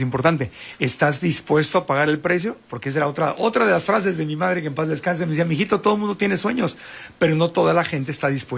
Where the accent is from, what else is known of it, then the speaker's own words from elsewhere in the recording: Tijuana, Baja California, Mexico; moved away; yo nací y crecí en Tijuana